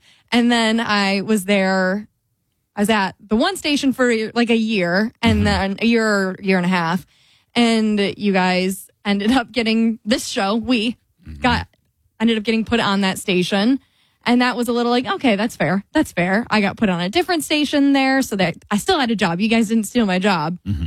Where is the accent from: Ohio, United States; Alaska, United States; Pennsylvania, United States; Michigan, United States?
Michigan, United States; moved away; I grew up in the Lansing area-ish, like 30, 40 minutes south of Lansing.